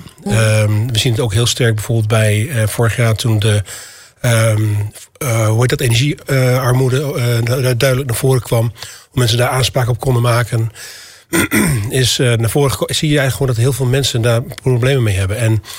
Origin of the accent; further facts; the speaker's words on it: Zwolle, Overijssel, Netherlands; Ik kom zelf uit Zwolle.